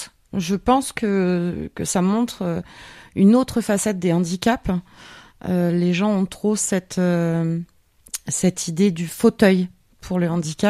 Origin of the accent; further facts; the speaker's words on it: Île-de-France, France; moved away as an adult; now in Digne-les-Bains, France; Alors, moi, je viens de région parisienne. Je suis à Digne depuis une bonne dizaine d'années, ville qui me plaît beaucoup.